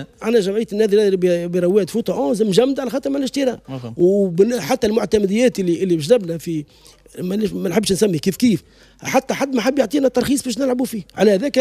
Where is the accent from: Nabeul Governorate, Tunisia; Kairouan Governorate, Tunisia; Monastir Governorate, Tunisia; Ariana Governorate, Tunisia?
Ariana Governorate, Tunisia; Raoued; في قلب رواد في وسط رواد هو ملعب معناها حومه في حومتنا معناها كبرنا فيه